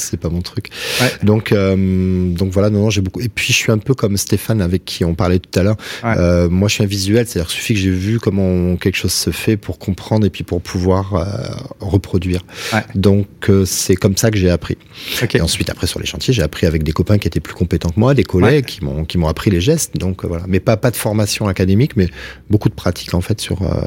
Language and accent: French; Toulouse, Occitanie, France; J'étais vraiment tout gaffette, comme on dit chez nous à Toulouse.